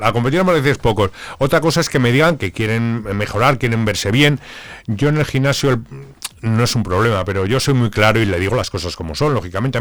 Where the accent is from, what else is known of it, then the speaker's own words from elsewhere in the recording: Zamora, Castile and León, Spain; yo soy de Zamora.